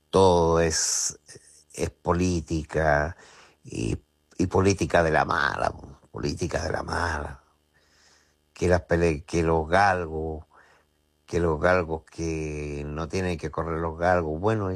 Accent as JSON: {"language": "Spanish", "country": "Chile"}